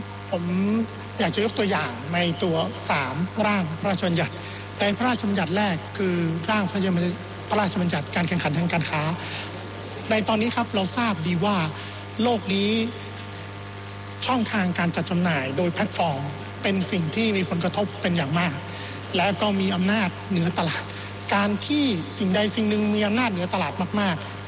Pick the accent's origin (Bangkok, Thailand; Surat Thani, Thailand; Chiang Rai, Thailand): Chiang Rai, Thailand; ผมมาจากจังหวัดเชียงราย